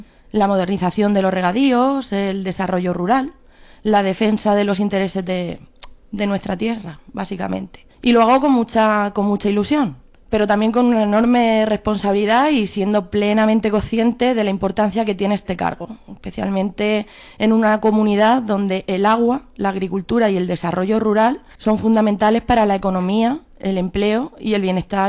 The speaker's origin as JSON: {"language": "Spanish", "town": "Albatera", "region": "Valencian Community", "country": "Spain", "tie": "born or raised there", "said": "Soy de Albatera y, como cualquier persona de la Vega Baja, he crecido escuchando hablar de agua toda la vida."}